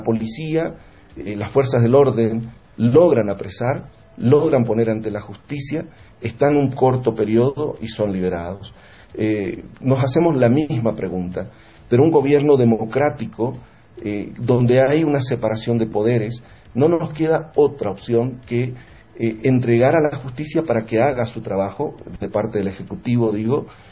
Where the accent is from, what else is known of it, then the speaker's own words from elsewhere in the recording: Bolivia; nosotros como bolivianos